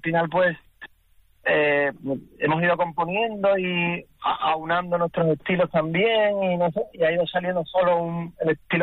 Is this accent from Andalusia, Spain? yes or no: yes; Seville, Andalusia, Spain; pero vamos, un grupo que tiene sangre del sur de España, claro. y tal, pero somos gente de Sevilla